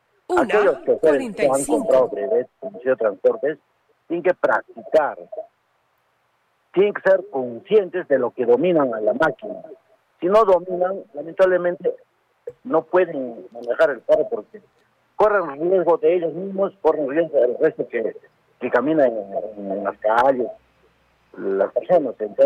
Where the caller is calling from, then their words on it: Santo Tomás, Cusco, Peru; Yo soy pueblo de Santo Tomás.